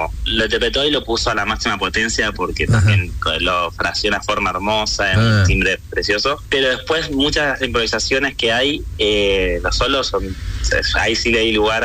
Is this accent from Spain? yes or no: no; Argentina